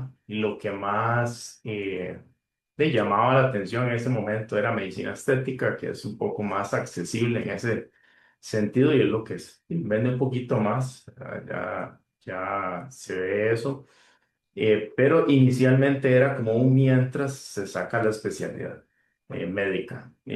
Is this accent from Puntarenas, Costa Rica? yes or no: yes; Ciudad Neily, Puntarenas, Costa Rica; also born or lived in Pérez Zeledón; now in Santa Ana, Costa Rica; soy padre de familia, esposo, oriundo de Ciudad Neily, poco largo del centro del país. Y tengo ya 7 años en el ámbito de medicina estética. Vivo en Santa Ana.